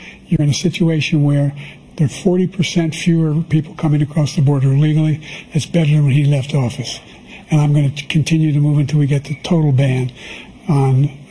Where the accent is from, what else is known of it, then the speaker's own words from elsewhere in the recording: Scranton, Pennsylvania, United States; I come from Scranton, Pennsylvania.